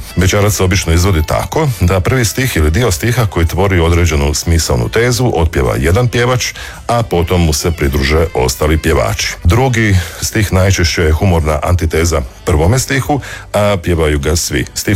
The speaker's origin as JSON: {"language": "Croatian", "town": "Osijek", "region": "Osijek-Baranja County", "country": "Croatia", "said": "došao sam iz Osijeka, urbani sam Slavonac, nisam šokac"}